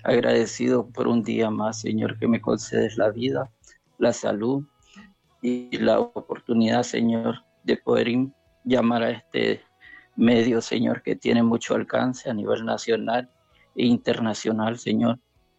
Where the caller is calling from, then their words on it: San Pedro Sula, Cortés, Honduras; De San Pedro Sula, siempre.